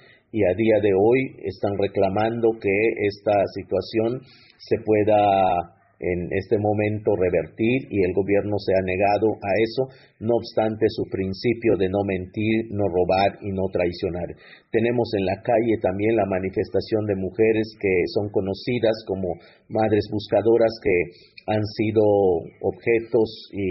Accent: Yucatán Peninsula, Mexico; Estamos en la península maya de Yucatán, México. Soy maya

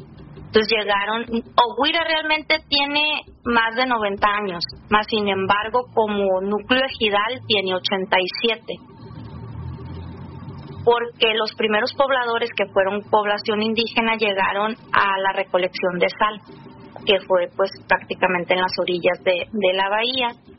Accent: Ahome, Sinaloa, Mexico; que mi lugar de origen o mi hogar es Ohuira. Ahome, Sinaloa, pues esa soy yo, soy una integrante de la comunidad Mayo Yoreme, del ejido Ohuira, Ahome, Sinaloa.

